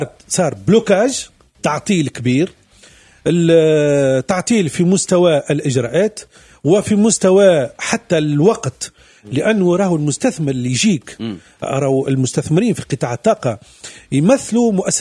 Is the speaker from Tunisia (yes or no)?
yes; Tunisia; احنا عندنا في تونس عندنا حقول شاحت نضبت